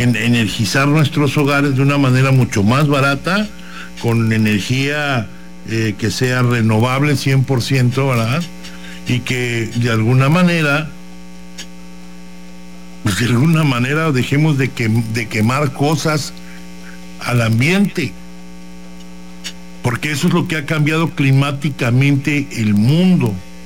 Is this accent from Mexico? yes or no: yes; Mexico; me refiero a la historia que somos los mexicanos, y no nada más los mexicanos, o sea, esto lo traemos desde antes de ser pues nosotros somos criollos, somos una mezcla, ¿no?, de sangre ya